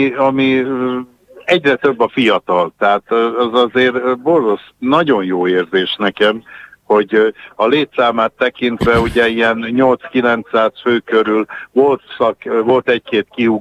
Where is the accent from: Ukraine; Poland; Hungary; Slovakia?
Hungary; Erdőkürt, Nógrád; born there; Én erdőkürti születésű vagyok